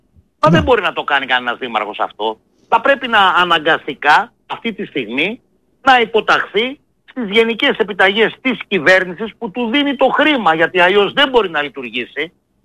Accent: Kymi-Aliveri, Central Greece, Greece; την ιδιαίτερη πατρίδα μου, το Δήμο Κίμης Αλιβερίου

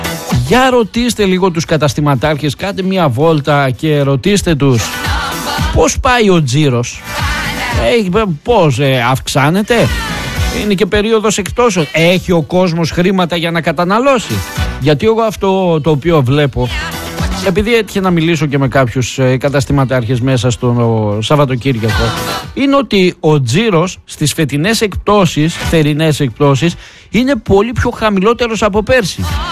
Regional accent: Thessaloniki, Central Macedonia, Greece; εγώ τουλάχιστον και οι γονείς μου και αυτά, γεννηθήκαμε εδώ, μεγαλώσαμε εδώ στη Θεσσαλονίκη, είμαστε γέννημα θρέμα.

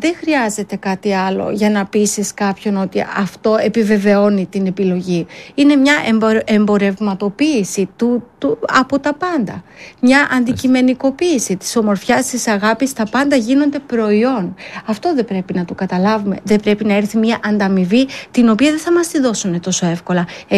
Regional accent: Greece

